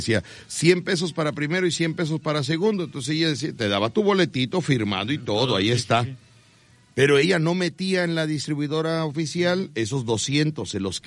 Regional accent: Veracruz, Mexico; todos crecimos en la Huaca. Y entonces, fíjate que los que nacimos ahí

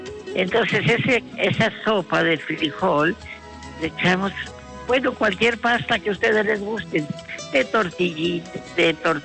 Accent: Puebla, Mexico; Somos orgullosamente mexicanos y es más, somos orgullosamente poblanos.

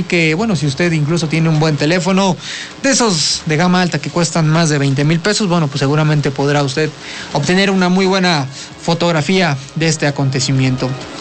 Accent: Mexico; celebraciones que como mexicanos celebramos bastante.

